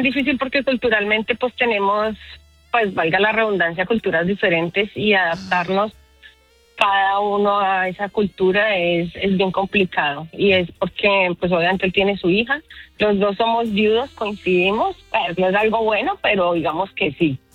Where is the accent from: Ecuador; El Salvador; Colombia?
Colombia; now in United States; Yo soy colombiana, llegué de Colombia.